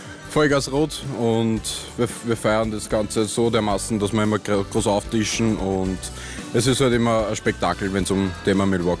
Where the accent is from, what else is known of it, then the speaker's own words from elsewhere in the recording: Vienna, Austria; Ich komme jetzt da persönlich aus Wien.